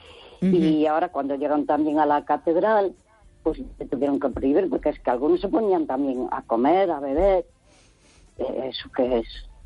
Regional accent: Santiago de Compostela, Galicia, Spain; Porque yo soy de Santiago de toda la vida, mi abuelo de Santiago, mi bisabuelo, toda mi familia.

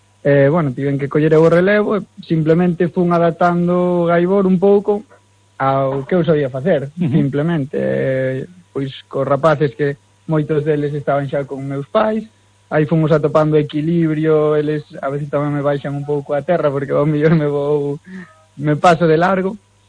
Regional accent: Galicia, Spain; Privilegio poder, bueno, sair elegido como cociñeiro galego.

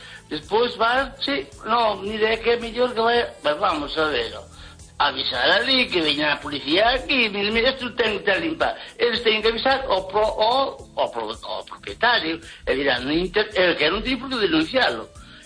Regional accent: Lugo, Galicia, Spain

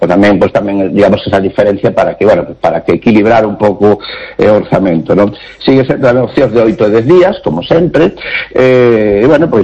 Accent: Galicia, Spain; sino tamén a donde vamos nós tamén como galegos.

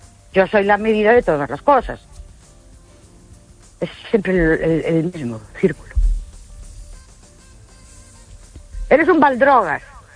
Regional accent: Ourense, Galicia, Spain; Buenas noches … de Orense.

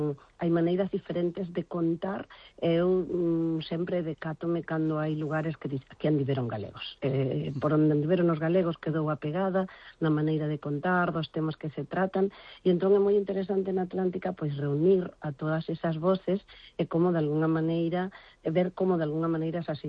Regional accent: Uruguay; Galician is a second language; now in Spain; eu son de Uruguai, pero sempre atopaba que os mellores contadores, as mellores contadoras de historias eran todas de Galicia, cando eu ademais mesmo cheguei a vivir aquí

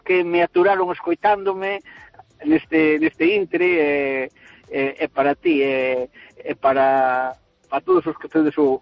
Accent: Vilarmayor, Galicia, Spain; born there; Yo que era mucho del terruño, que, bueno, en fin, que yo nací en Vilarmayor y me gusta mucho.

